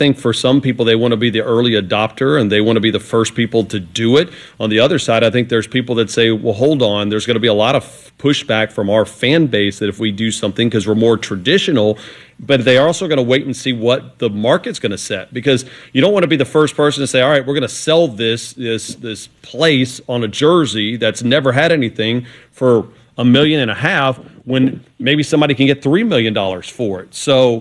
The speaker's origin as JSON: {"language": "English", "town": "Port Allen", "region": "Louisiana", "country": "United States", "tie": "born or raised there", "said": "I'm born and raised in Port Allen."}